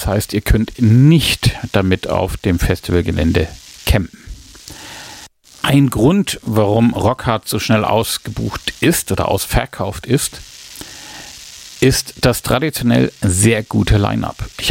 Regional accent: Erlangen, Bavaria, Germany; als Franke, als Erlanger

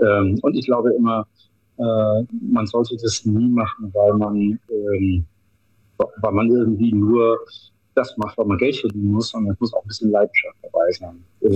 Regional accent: Northern Germany, Germany; now in Bavaria, Germany; wenn man als Norddeutscher nach Bayern kommt, dann sagen sie nicht alle, ach super, endlich mal ein Norddeutscher hier.

